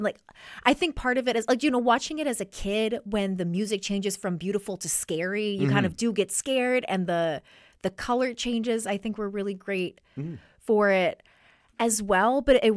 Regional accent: Vancouver, British Columbia, Canada; growing up in Vancouver, I feel like I spent a lot of time in forests.

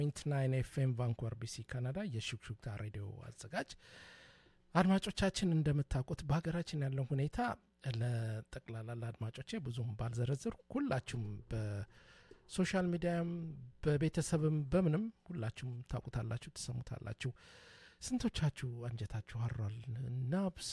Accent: Dire Dawa, Ethiopia; also born or lived in Addis Ababa / Jimma / Harar; የፈለገውን በኢትዮጵያ ውስጥ እኔ ድሬዳዋ ተወልጄ ነው ያደኩት። ወደ አዲስ አበባ መጣለሁ፣ ወደ ጅማ ሄዳለሁ፣ ድሬዳዋ፣ ሐረር ከሁሉ ብሔረሰብ ጋር ነው።

